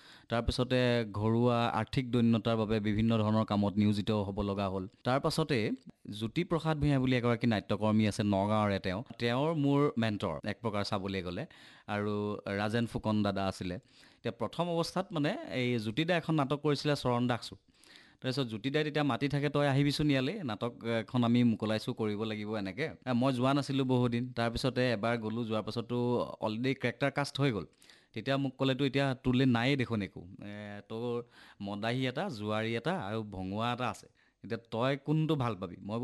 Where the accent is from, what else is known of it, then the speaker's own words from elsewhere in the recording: Nonoi, Assam, India; আৰু অভিনয়ৰ যাত্ৰাটো মোৰ আৰম্ভ হৈছে মোৰ সৰুৰে পৰাই, তৃতীয় চতুৰ্থমান শ্ৰেণীত পঢ়ি থাকোঁতেই ননৈত এটা এনি উমলা ঘৰ বুল